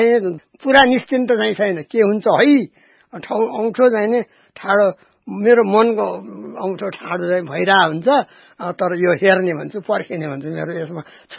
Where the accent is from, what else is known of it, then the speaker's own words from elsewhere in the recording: Dang, Lumbini Province, Nepal; म यही धुलोमा हुर्केँ, यही दाङकोहरूमा दाङकै माटोमा जन्मे